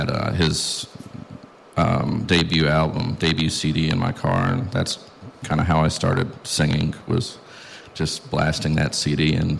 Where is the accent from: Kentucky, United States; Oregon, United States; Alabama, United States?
Kentucky, United States; Lexington; Well, I was born and raised in Lexington